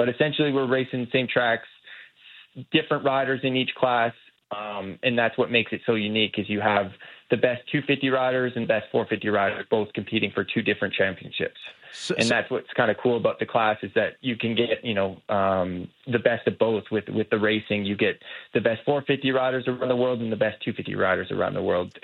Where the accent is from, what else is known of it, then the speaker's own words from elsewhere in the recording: Canada; and to kick it off here in my home country, no better place than Calgary, I'd say.